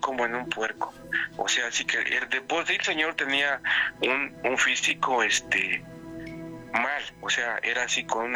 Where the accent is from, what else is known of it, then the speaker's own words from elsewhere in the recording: Veracruz, Mexico; Mira, yo soy de un pueblo, desde el estado de Veracruz.